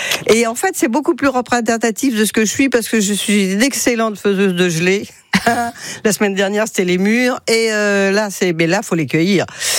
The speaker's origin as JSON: {"language": "French", "town": "Paris", "region": "Île-de-France", "country": "France", "tie": "born or raised there", "moved": "as an adult", "lives_now": "Sablé-sur-Sarthe, France", "said": "Parce que j'ai toujours vécu en ville, je suis née à Paris 9e, donc plein centre, quoi, et Paris Faubourg"}